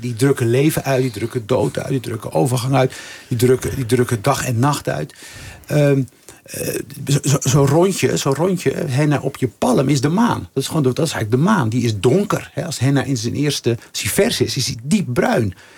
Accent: Rotterdam, South Holland, Netherlands; Ik groeide op in Rotterdam eind jaren 70, begin jaren 80. Mijn moeder was uit de migratie uit Marokko naar Nederland gekomen.

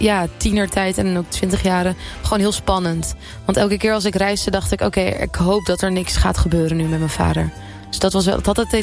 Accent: Denmark; first language Danish; Dutch is a second language; now in Netherlands; Ik merk dat ik eigenlijk ook gewoon mijn moedertaal nu mis en mijn land.

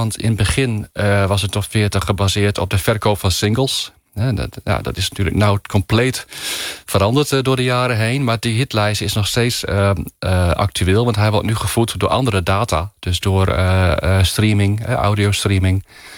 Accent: Netherlands; Wij als Nederlanders hebben daar toch behoefte aan.

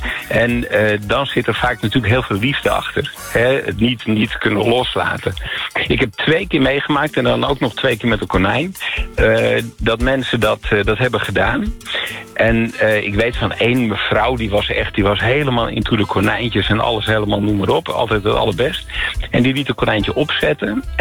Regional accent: Amsterdam, North Holland, Netherlands; moved away as an adult; now in North Holland, Netherlands; Nou, ik kom wel uit Amsterdam. Ik woon nu in Noord-Holland

